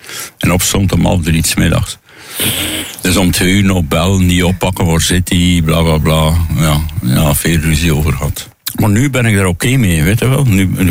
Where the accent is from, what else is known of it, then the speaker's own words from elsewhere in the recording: Hamme, Flanders, Belgium; born there; in Hamme, in mijn geboortedorp.